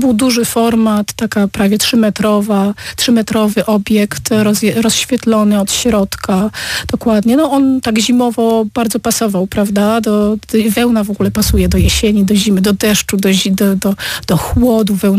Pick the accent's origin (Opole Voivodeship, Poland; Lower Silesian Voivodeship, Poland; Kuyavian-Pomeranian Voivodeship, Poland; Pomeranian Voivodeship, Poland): Opole Voivodeship, Poland; Opole; moved away as an adult; now in Berlin, Germany; ja jestem Opolanką, urodziłam się tutaj w Opolu, chodziłam tutaj do liceum plastycznego, studiowałam tutaj wychowanie plastyczne, czyli Opole jest moim miastem, do którego wracam